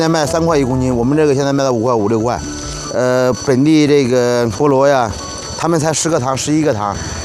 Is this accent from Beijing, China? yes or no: yes; Beijing, China; born there; now in China (southwestern border region); 从小就在北京新发地，